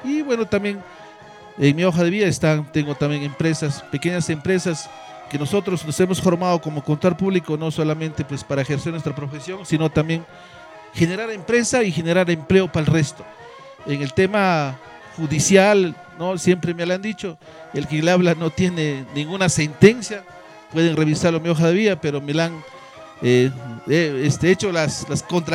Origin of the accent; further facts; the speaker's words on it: Olleros district, Ancash, Peru; toda mi población del distrito Olleros